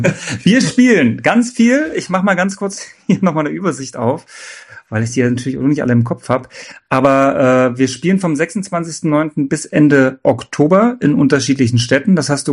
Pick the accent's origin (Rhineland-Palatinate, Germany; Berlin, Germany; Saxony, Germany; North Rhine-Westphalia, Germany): Saxony, Germany; wir kommen ja aus Sachsen.